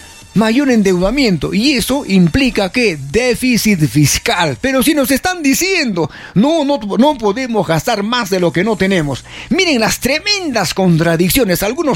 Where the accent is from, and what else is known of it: Peru